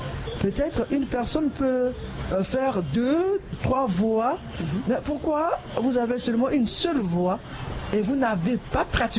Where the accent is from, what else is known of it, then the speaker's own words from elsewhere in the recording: Bangui, Central African Republic; un groupe théâtral de chez moi, à Bangui